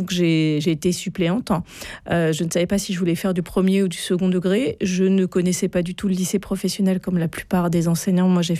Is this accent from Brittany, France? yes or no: yes; Brest, Brittany, France; now in Paris, France; Donc moi je suis originaire de Brest. Par hasard, mon mari a été muté à Nantes et donc j'ai eu une suppléance à Talensac en 99 d'une année. Et puis mon mari a été muté à Paris.